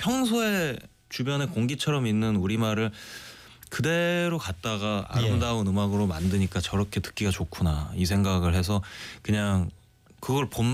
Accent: South Korea; first language Korean; 근데 저는 뭐 당연히 대한민국에서 나고 자랐기 때문에

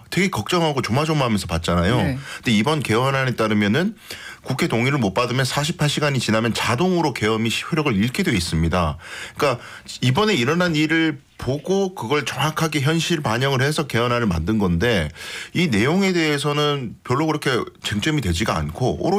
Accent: Daegu, South Korea; 저는 이제 대구에서 왔으니까

